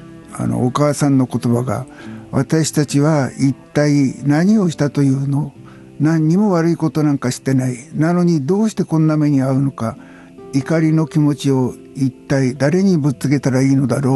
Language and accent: Japanese; Yamagata, Japan; 僕はあの小さい時に山形県で育ったんですが、シベリアからね僕の町に3人帰ってきたんですよね。